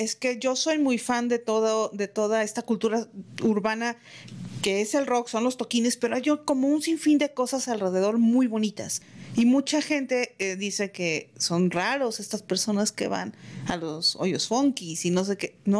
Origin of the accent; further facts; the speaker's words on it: Mexico; Yo soy mexicana, vivo aquí, entonces mis monstruos pues me salieron mexicanos.